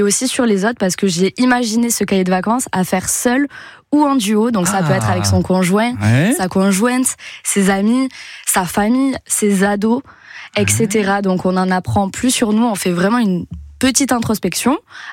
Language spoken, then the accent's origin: French; Toulouse, Occitanie, France